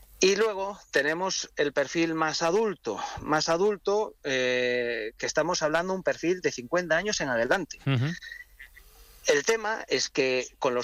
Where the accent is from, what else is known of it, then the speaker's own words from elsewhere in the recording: Galicia, Spain; Mira, yo soy de Galicia y estamos teniendo temperaturas en Galicia que son, bueno, una barbaridad en comparación con la fecha y con otros años.